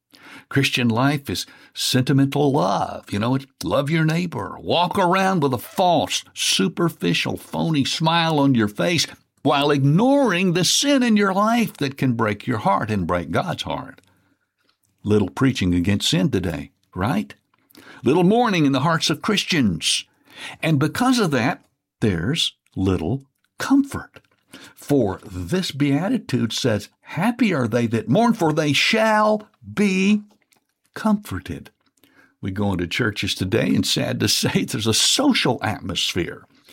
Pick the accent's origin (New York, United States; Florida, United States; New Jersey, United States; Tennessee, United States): Tennessee, United States; Memphis; Growing up in Memphis